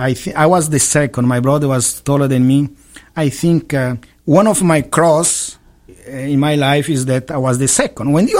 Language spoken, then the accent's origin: English; Brasília, Federal District, Brazil; English is a second language; now in United States; So I was born, I'm from Brasilia. Brasilia is the capital of Brazil.